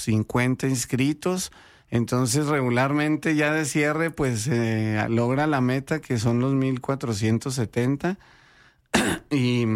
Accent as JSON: {"language": "Spanish", "town": "Guachochi", "region": "Chihuahua", "country": "Mexico", "said": "nos unamos como guachochenses"}